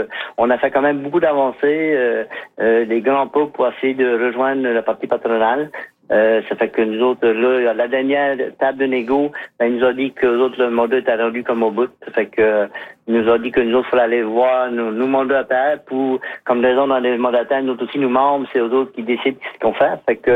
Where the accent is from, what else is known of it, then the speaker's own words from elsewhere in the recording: Îles-de-la-Madeleine, Quebec, Canada; nous autres, on sait qu'on est de la Madeleine, on est insulaire, ça fait que ça coûte le coût de la vie, coûte un peu plus cher.